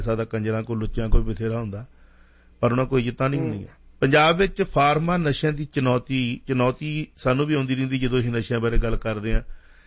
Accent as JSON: {"language": "Punjabi", "region": "Punjab", "country": "India", "said": "ਚਲੋ ਅਸੀਂ ਪੰਜਾਬ ਤੋਂ ਆ"}